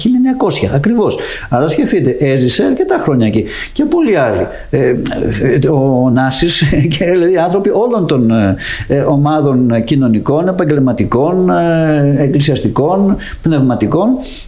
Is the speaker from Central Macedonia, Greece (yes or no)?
yes; Thessaloniki, Central Macedonia, Greece; εγώ δεν έχω καταγωγή συγκεκριμένη από προσφυγικό πληθυσμό, αλλά επειδή γεννήθηκα και μεγάλωσα στη Θεσσαλονίκη